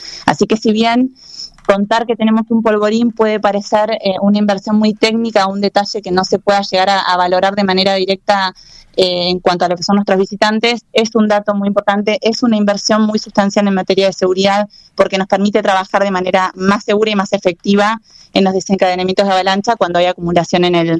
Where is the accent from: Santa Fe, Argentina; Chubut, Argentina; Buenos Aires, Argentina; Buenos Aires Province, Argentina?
Chubut, Argentina; Esquel; yo nací y crecí en Esquel, así que hablar de La Olla también es hablar de una parte muy importante de mi vida